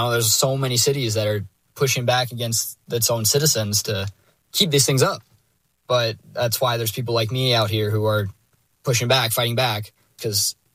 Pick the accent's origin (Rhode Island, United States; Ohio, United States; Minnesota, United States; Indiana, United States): Minnesota, United States; Minneapolis; I'm from Minneapolis